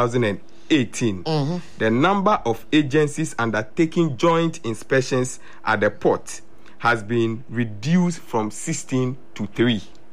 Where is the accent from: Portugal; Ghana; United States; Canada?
Ghana; Extremely worried as a Ghanaian.